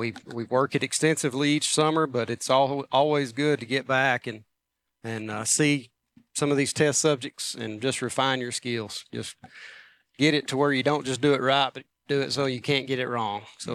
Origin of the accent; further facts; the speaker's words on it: Savannah, Tennessee, United States; So I grew up in Savannah, Tennessee, in West Tennessee. Grew up hunting and fishing with my granddad.